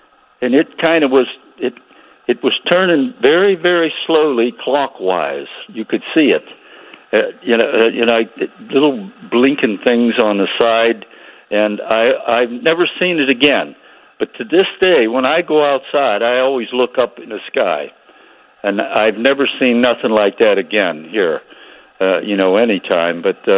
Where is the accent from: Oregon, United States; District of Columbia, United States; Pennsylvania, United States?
Pennsylvania, United States; now in Andover, Ohio, United States; We were kids in a little coal mining town in Pennsylvania where I was born